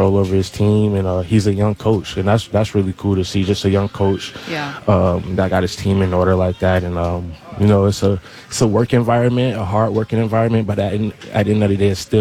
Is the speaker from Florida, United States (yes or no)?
yes; Florida, United States; Yeah, I'm from Florida, so we don't see none of that type of stuff.